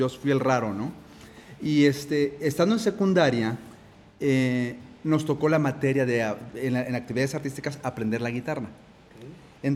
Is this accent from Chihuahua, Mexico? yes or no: no; Mexico City, Mexico; now in Guadalajara, Mexico; soy de la Ciudad de México, me vine a vivir a Guadalajara ya hace muchos años. Soy de Jalisco adoptado, pero muy, muy contento, aquí ya me casé, aquí nació mi hija.